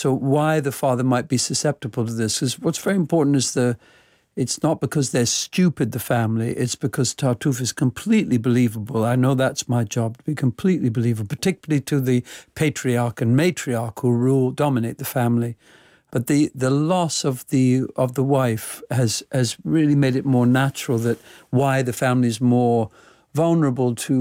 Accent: England, United Kingdom

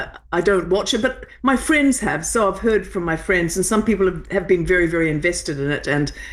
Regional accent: New Zealand; now in Australia; I am a British citizen as well as being a New Zealander and an Australian now.

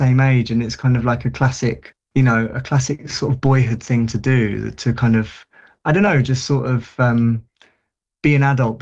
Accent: London, United Kingdom; But you know, it was a similar deal in where I grew up in South London.

